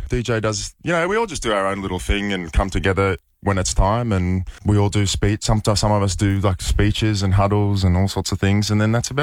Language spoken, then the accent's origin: English; Australia